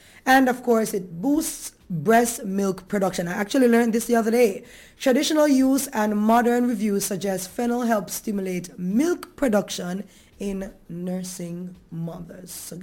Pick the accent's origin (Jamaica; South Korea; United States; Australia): Jamaica; But I don't think us as Jamaican